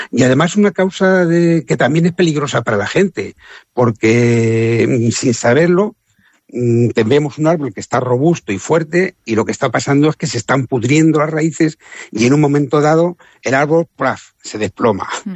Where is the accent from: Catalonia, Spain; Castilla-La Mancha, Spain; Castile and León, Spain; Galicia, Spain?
Castilla-La Mancha, Spain; Campo de Criptana; born there; yo me he dedicado exclusivamente a Campo de Cristana, que es mi pueblo.